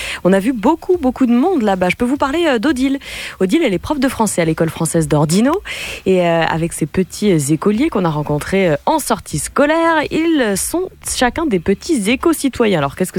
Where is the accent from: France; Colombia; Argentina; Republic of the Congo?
France; Occitanie; Est jumelé avec Ozat chez nous en Ariège avec des échanges.